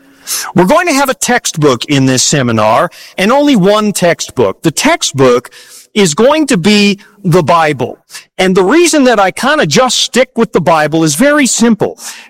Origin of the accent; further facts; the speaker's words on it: Canada; now in Minneapolis, United States; Now, I was I was born in Canada, born and raised up near the Yukon border